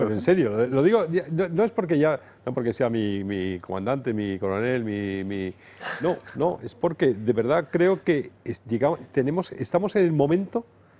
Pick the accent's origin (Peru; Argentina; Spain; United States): Spain; Nosotros somos españoles por herencia.